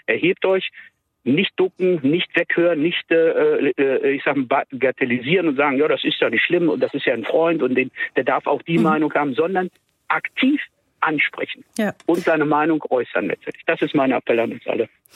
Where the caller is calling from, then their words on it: Altena, North Rhine-Westphalia, Germany; Ich werde dieses Jahr 58 und schon als Jugendlicher. Ich komme aus dem Sauerland, aus Altena, mit der Burg Altena.